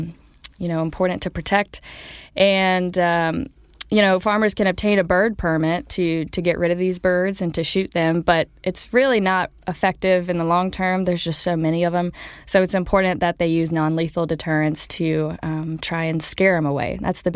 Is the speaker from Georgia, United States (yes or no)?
yes; Georgia, United States; Yeah, I'm originally from Georgia, so Kansas is very foreign to me.